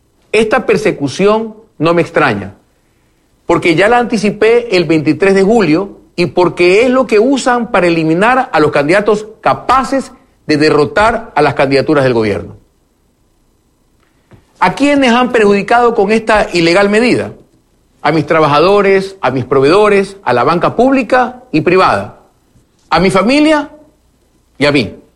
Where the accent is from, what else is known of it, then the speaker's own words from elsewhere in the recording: Guayaquil, Guayas, Ecuador; Como firme, libres y sin miedo, somos los guayaquileños.